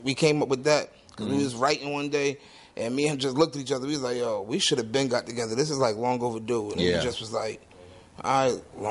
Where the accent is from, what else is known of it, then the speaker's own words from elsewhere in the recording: New Jersey, United States; also born or lived in Boston, United States; Well, just like him, I was born in Boston, but when I was about 2, moved to Jersey.